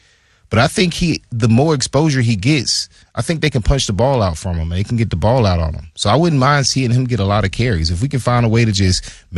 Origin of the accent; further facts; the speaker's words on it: the South, United States; I feel like anybody who likes pumpkin pie has never had a sweet potato pie. Because I'm from the South.